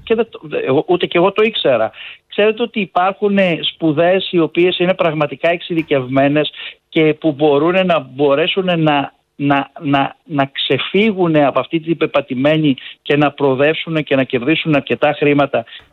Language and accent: Greek; Greece; σαν Έλληνες